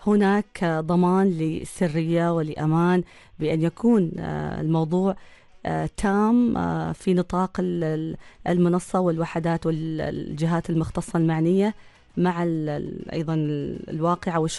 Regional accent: Oman; إحنا كمجتمع عماني دائما تلقى كذا محافظ ولله الحمد خجول

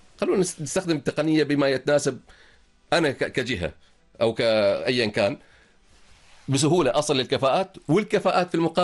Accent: Oman

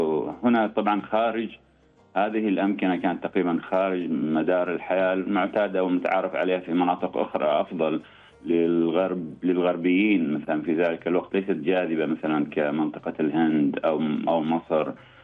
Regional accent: Oman; لنا كعمانيين

